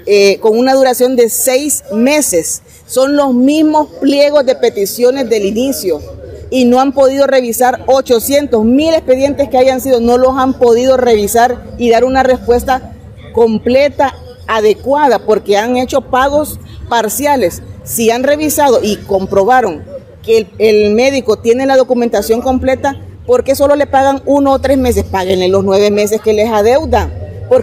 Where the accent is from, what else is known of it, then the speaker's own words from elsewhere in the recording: Honduras; estamos cansados como pueblo hondureño